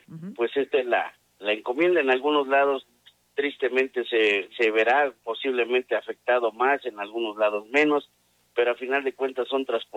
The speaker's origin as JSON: {"language": "Spanish", "country": "Mexico"}